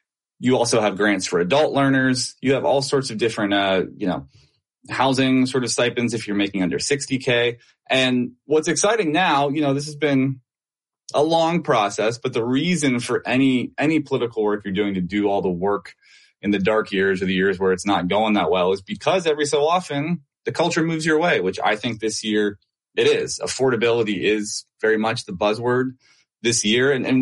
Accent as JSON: {"language": "English", "town": "Pittsburgh", "region": "Pennsylvania", "country": "United States", "tie": "born or raised there", "said": "I grew up in Pittsburgh, still live here."}